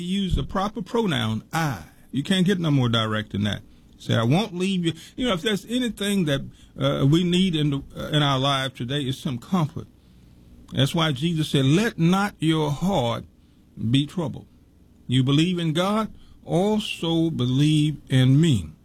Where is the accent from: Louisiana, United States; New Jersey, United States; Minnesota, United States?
Louisiana, United States; I'm originally from Louisiana here.